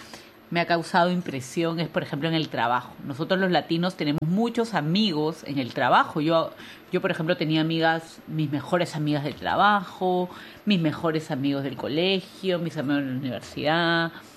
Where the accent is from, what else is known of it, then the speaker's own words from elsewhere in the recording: Peru; porque obviamente yo como peruano hablo distinto como tú argentina